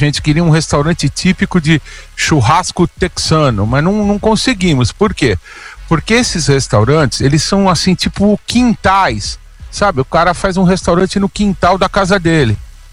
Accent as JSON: {"language": "Portuguese", "town": "Santos", "region": "São Paulo", "country": "Brazil", "said": "eu sou de Santos, né? Eu não tenho tempo mais de ir a Santos."}